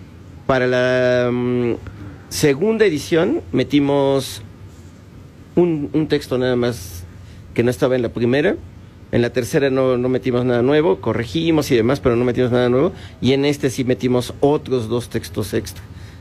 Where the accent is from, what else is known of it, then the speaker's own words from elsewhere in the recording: Mexico; Soy el autor mexicano con más libros sobre el tema de vampiros publicados.